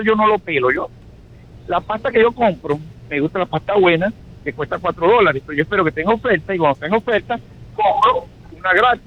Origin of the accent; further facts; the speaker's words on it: Venezuela; moved away; Yo soy venezolano.